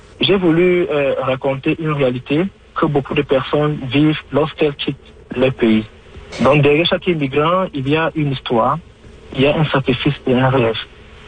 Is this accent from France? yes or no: no; Cameroon; moved away as an adult; now in Canada; je me suis retrouvé comme si j'étais toujours chez moi au Cameroun.